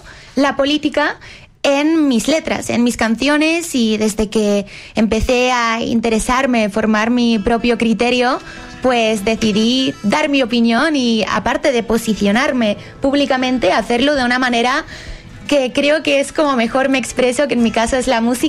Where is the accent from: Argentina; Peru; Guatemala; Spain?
Spain; en este caso en mi país